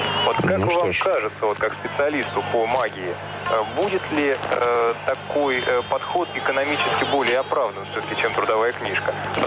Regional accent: Volgograd, Volgograd Oblast, Russia; Мы вот недавно к вам подключены, я из Волгограда сам.

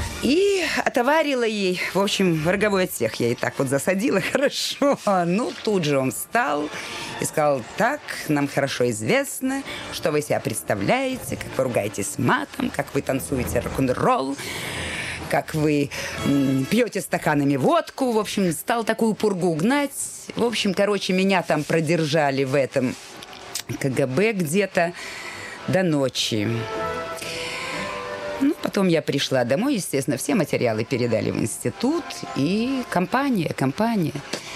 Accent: Kyiv, Ukraine; Мой первый муж, он был москвич, а я киевлянка. Я училась в Киевском театральном институте имени Карпенко-Карова.

